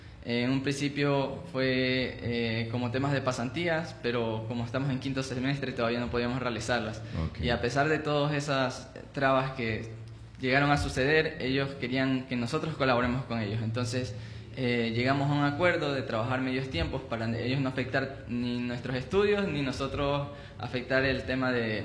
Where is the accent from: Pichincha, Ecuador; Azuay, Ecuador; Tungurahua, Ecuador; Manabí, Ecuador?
Manabí, Ecuador; Jaramijó; Yo soy de Jaramijó. Tengo 26 años